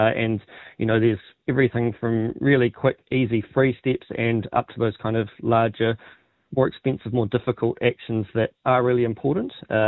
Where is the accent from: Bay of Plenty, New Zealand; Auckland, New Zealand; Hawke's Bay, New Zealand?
Hawke's Bay, New Zealand; Napier; now in Wellington, New Zealand; Well, I live in Te Whanganui Atara, Wellington, and so, yes, I've felt plenty, and I grew up in Napier, Ahuriri Napier in the Hawke's Bay